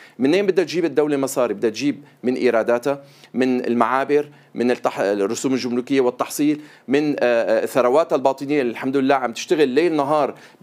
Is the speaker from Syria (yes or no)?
yes; Syria